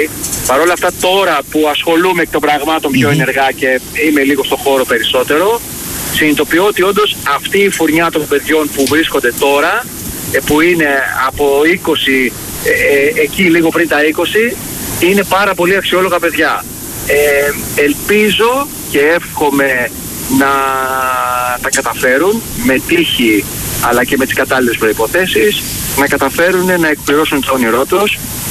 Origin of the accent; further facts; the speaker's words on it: Lechaina, Western Greece, Greece; Διότι μεγάλωσα στα Λεχενά, ήταν ο πατέρας μου τότε στην πολεμική αεροπορία στην Αντραβίδα, συμβάζει στην Αντραβίδα, μεγάλωσα στα Λεχενά, από όπου κατάγεται και ο ίδιος.